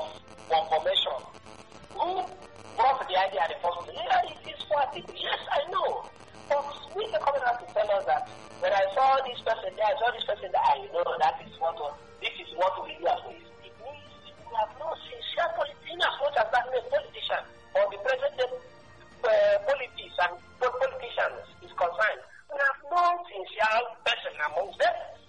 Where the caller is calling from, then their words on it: Aba, Abia, Nigeria; I'm calling from Abba.